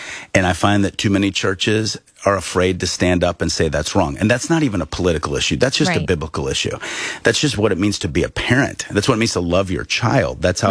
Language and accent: English; Peoria, Illinois, United States; Because I grew up in Peoria, Illinois, which was a melting pot and a test market for everything.